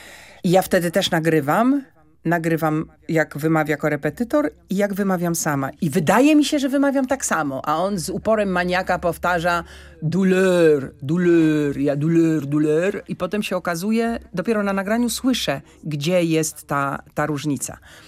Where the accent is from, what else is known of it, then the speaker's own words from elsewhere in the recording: Warsaw, Masovian Voivodeship, Poland; Mieszkałam na Powiślu, całe dzieciństwo spędziłam na Powiślu.